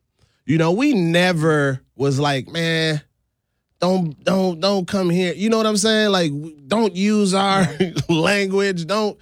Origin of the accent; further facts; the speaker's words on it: Hidden Valley, U.S. Virgin Islands; I grew up in the Virgin Islands. I was surrounded by Cubans, Puerto Ricans, Mexicans, people from all types of Latino countries where we exchange cultural experiences, right?